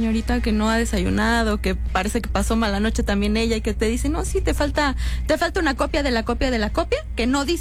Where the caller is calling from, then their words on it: Torreón, Coahuila, Mexico; de Torreón. Los escucho todas las mañanas por radio.